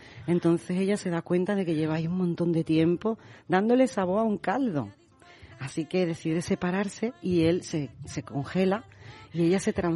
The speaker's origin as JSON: {"language": "Spanish", "town": "Utrera", "region": "Andalusia", "country": "Spain", "tie": "born or raised there", "said": "en mi infancia, que vengo de Utrera, del polígono del Tinte, con los flamencos"}